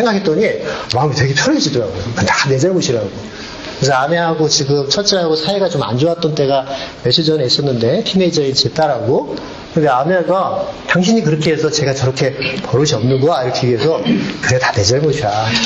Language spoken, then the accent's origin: Korean; South Korea; 그래서 제가 한국 사람이니까 그게 느껴져요.